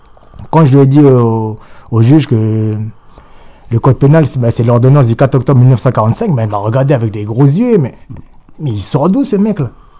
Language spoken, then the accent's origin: French; New Caledonia; Mais aujourd'hui, c'est ça. Nous, on est des Kanaks. On n'est pas des Français.